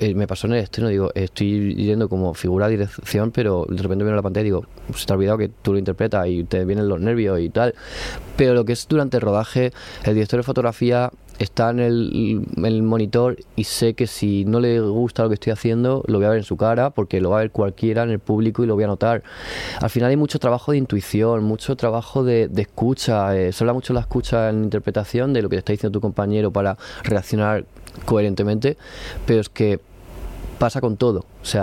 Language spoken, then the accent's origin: Spanish; Region of Murcia, Spain; moved away as an adult; also born or lived in Madrid; Yo cuando digo soy de Murcia